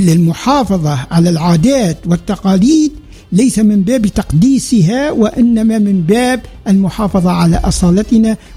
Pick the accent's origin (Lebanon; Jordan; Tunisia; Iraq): Tunisia